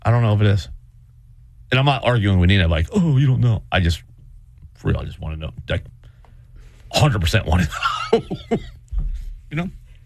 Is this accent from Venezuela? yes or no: no; United States; We're American.